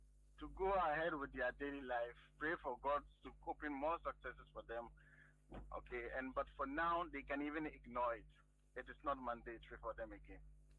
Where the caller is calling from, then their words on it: Accra, Greater Accra, Ghana; I'm calling from Accra.